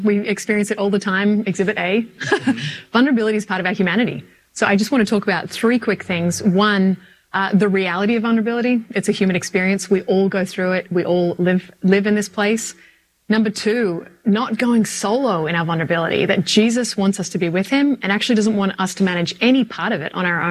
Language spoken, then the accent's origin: English; Australia; born or raised there